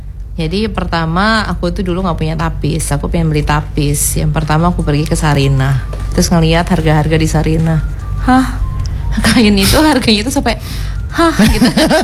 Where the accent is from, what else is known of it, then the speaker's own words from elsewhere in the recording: Lampung, Indonesia; karena ya kita sebagai orang Lampung ya memang harus punya satu set aja udah bagus